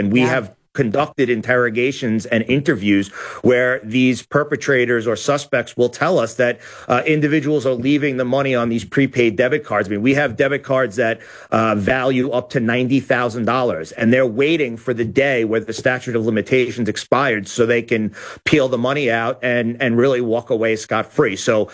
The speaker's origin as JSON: {"language": "English", "region": "New York", "country": "United States", "tie": "born or raised there", "said": "My home state, the state of New York"}